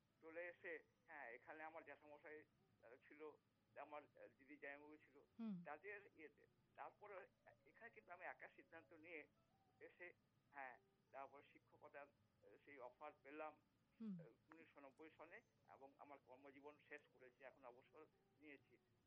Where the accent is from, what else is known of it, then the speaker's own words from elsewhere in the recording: Rourkela, Odisha, India; born there; moved away as an adult; also born or lived in Krishnanagar; আমারও সেখানে লেখাপড়া সব কিছু, 26টা বছর আমি উড়িষ্যা লালকালায় ছিলাম, এখানে আসতাম, কিন্তু ওখানেই আমার সবকিছু।